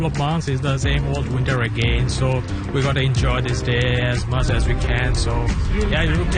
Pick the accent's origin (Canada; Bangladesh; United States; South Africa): Bangladesh; I'm from Bangladesh, and I'm doing my bachelorette one.